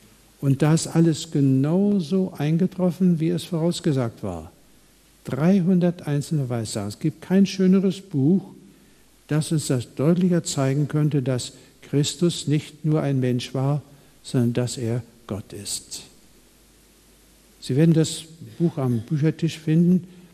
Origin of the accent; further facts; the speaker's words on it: Kaliningrad, Kaliningrad Oblast, Russia; moved away; also born or lived in Darmstadt; ich stamme aus Königsberg in Ostpreußen